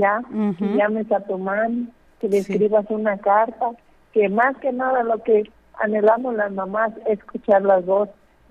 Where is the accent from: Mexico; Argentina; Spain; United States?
Mexico; No, yo como buena nativa mexicana, yo siempre le daba sus 5 besitos en el rostro